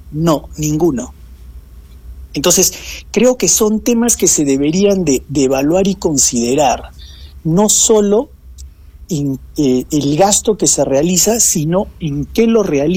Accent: Arequipa, Peru; Yo como arequipeño y como todos los que vivimos aquí

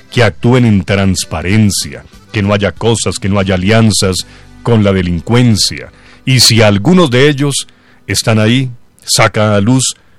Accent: Colombia; para que nos amemos como colombianos.

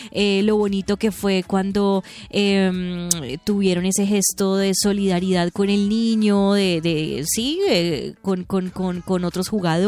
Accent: Colombia; como somos nosotros los colombianos

